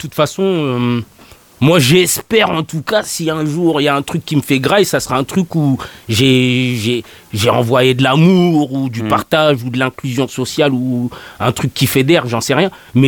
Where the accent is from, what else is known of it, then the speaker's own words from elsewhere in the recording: France; born there; Je dis on parce que je m'y inclus, je suis né en France, je me sens français.